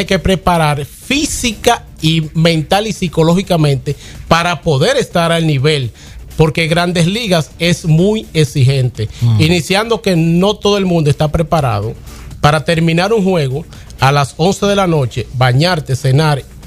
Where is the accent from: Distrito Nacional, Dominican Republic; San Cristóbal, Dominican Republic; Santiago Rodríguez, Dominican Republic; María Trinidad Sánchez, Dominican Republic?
María Trinidad Sánchez, Dominican Republic; Nagua; born or raised there